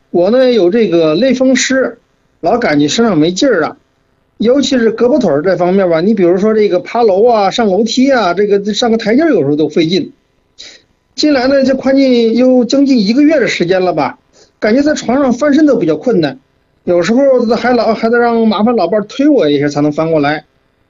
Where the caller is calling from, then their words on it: Hengshui, Hebei, China; 我家河北衡水的